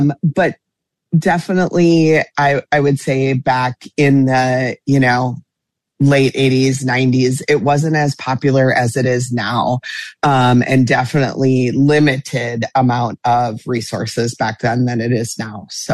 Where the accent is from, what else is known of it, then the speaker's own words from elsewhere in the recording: Minnesota, United States; I'm actually from Minnesota. So right in the Twin Cities area. So this is home sweet home to me.